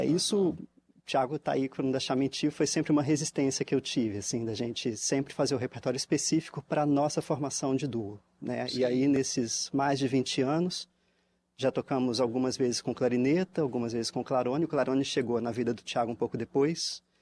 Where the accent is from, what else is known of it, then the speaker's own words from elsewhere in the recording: Minas Gerais, Brazil; moved away as an adult; now in Rio de Janeiro, Brazil; Sou do interior de Minas, aí vim estudar aqui